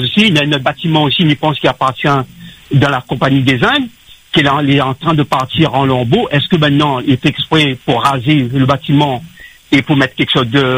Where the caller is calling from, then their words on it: Réunion; moi, en tant que réunionnais